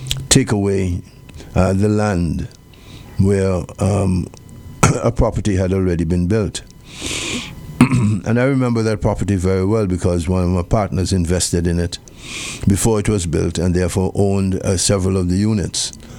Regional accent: Antigua & Barbuda

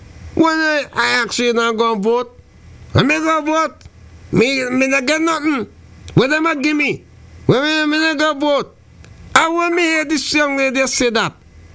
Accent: St. Vincent & Grenadines; now in Antigua and Barbuda; What are you in my hometown, St. Vincent?

